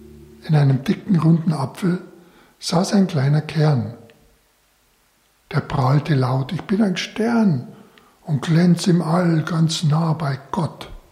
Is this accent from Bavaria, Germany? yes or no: yes; Munich, Bavaria, Germany; Das ist so, ich bin in Allach aufgewachsen und habe nie was von der Borstei gehört.